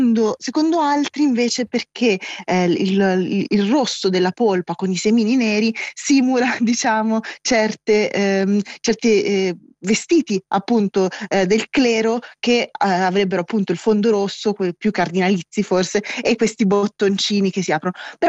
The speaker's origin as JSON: {"language": "Italian", "town": "Milan", "region": "Lombardy", "country": "Italy", "tie": "born there", "lives_now": "Rome, Italy", "said": "io che sono settentrionale, insomma che sono nata a Milano, l'ho sempre sentito chiamare anguria, mentre invece effettivamente dove vivo ora a Roma si parla più che altro di cocomero"}